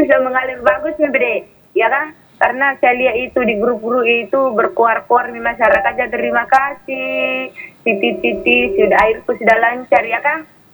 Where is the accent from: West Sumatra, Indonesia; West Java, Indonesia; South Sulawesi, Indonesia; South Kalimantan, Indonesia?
South Sulawesi, Indonesia; Soppeng; di daerahku ini kan ada gunung